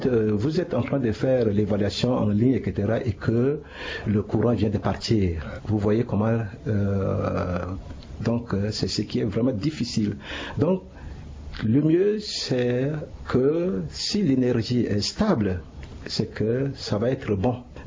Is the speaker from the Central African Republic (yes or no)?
yes; Central African Republic; Et aujourd'hui, chez nous, en République centrafricaine, nous sommes à le stade de 2.0